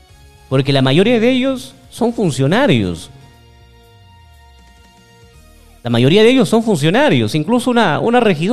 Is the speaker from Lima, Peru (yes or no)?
no; Cutervo, Cajamarca, Peru; Son los que somos de Cutervo, los que vivimos en esta tierra.